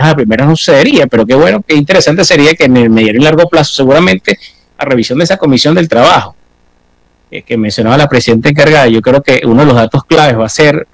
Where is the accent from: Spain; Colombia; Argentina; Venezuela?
Venezuela; moved away; yo soy venezolano, yo migré, pero mis hijos nacieron en este país, o sea, ¿cómo me voy?